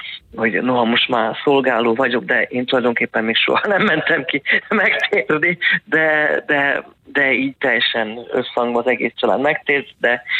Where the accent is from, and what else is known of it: Budapest, Hungary; born there; also born or lived in Szolnok, Hungary